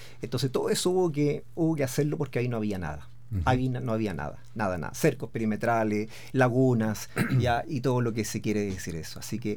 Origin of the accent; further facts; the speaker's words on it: Linares, Maule, Chile; sentirnos orgullosos de ser de Linares.